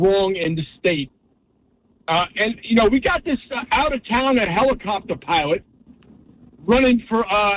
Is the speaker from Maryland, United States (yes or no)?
no; New Jersey, United States; moved away as an adult; I love my home state of New Jersey. I was active duty for 26 years. I moved back here. I came back to New Jersey after I retired.